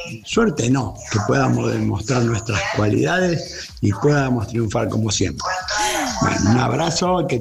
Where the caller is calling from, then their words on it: Pinamar, Buenos Aires Province, Argentina; De acá de Pinamar.